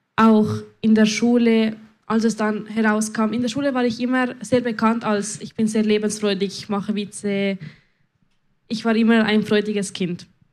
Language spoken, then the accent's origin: German; Switzerland; fühle ich mich oft mehr als Schweizerin als aus Südamerika. Ich meine, ich bin hier aufgewachsen, ich habe die Kultur hier gelebt.